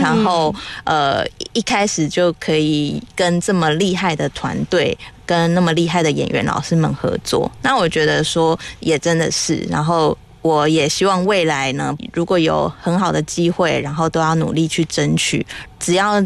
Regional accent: Taiwan; accent: Taiwanese; 听到我的台湾腔以后，就说

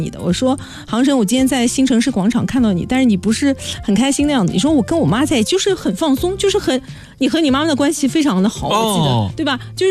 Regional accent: Shanghai, China; 我们上海话讲女女

